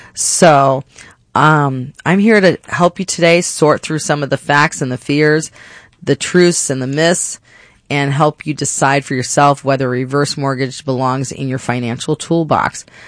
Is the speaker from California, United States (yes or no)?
no; Phoenix, Arizona, United States; I'm actually a Phoenician. I'm from Arizona, and went to NAU.